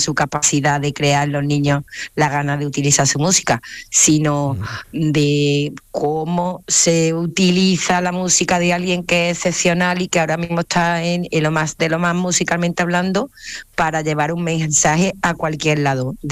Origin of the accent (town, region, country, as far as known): Córdoba, Andalusia, Spain